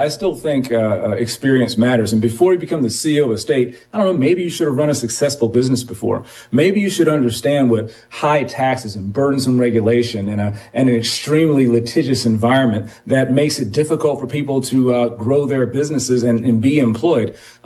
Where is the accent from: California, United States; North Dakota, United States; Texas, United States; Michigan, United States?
Michigan, United States; Detroit; I was raised in Detroit, and the same houses that I passed by as a little boy that were burned during Devil's Night, I passed by an adult as an adult